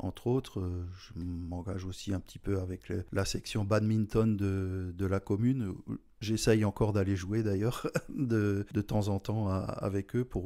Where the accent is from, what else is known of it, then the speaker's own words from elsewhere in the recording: Strasbourg, Grand Est, France; born there; je suis né à Strasbourg d'un papa belge et d'une maman alsacienne.